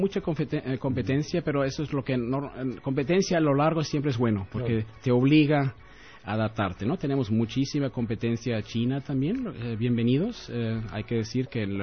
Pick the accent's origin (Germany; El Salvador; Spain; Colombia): Germany; Bavaria; moved away as an adult; now in Bolivia; Yo soy de cerca de Múnich